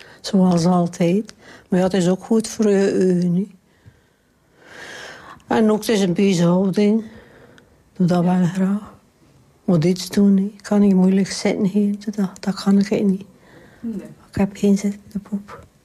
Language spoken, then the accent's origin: Dutch; Oudenburg, West Flanders, Belgium; also born or lived in Westkerke; Ja, ik ben van Oudenburg.